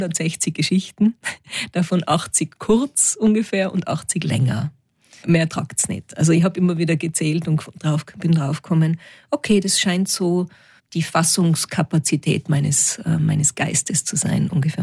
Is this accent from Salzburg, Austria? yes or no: no; Innsbruck, Tyrol, Austria; accent: Tirolerisch; Und dann natürlich Tirolerisch, klar, ich bin in Innsbruck aufgewachsen. Also kein wilder Dialekt, aber doch Mundart.